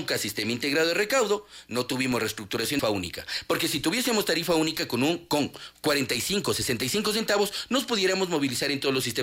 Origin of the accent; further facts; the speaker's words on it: Quito, Pichincha, Ecuador; Somos los quiteños.